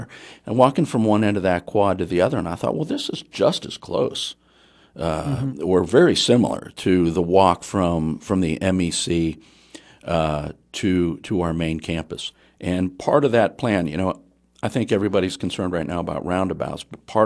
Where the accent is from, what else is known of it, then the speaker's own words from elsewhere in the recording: Wheeling, West Virginia, United States; I grew up in Wheeling.